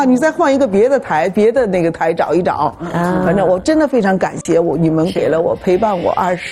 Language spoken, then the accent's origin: Chinese; Beijing, China; also born or lived in Shenzhen; now in United States; 我在美国20几年，在这之前，我作为一个北京人，我在深圳也生活了很多年。所以虽然是故乡吧，但是也陌生了。